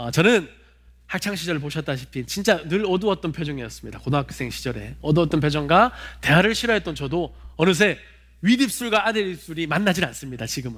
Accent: Busan, South Korea; born there; 저는 참고로 부산시에서 태어났었습니다. 처음에는.

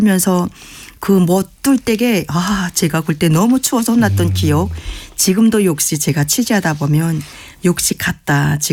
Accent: Pyongan, North Korea; 저는 평안도가 출신이지만 저희 아버님이 함경도 출신이고.

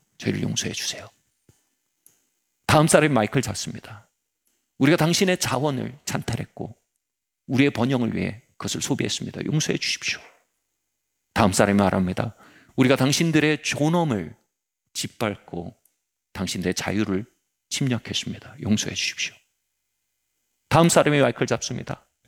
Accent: South Korea; 나는 한국에서 온 대학생입니다.

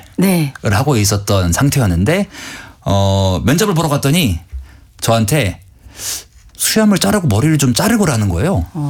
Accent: Gangwon, South Korea; 근데 그 중에 강원도 출신이 저밖에 없는 겁니다.

